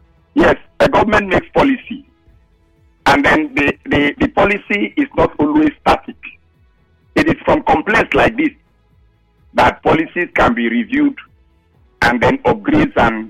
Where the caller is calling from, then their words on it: Nigeria; I'm calling from Rema Community.